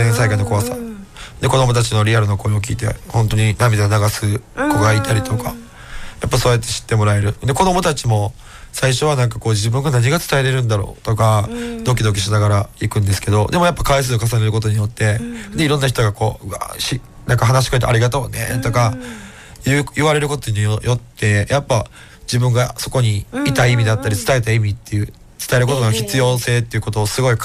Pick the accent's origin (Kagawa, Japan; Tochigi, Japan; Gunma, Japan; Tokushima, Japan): Tokushima, Japan; やっぱ地元徳島にこれから落とし込んでいきたいなって思いが強いん で、